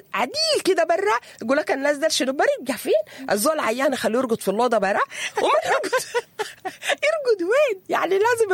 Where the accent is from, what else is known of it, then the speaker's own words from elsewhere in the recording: Sudan; نحن الشعب السوداني مشهورين بالاجتماعيات بتاعتنا